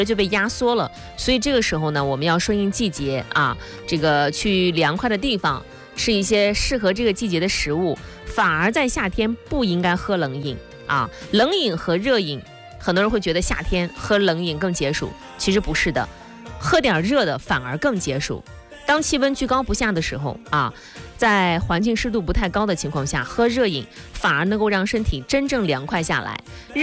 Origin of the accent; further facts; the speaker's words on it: Jinan, Shandong, China; 我们济南人是非常爱生活的，热爱美食。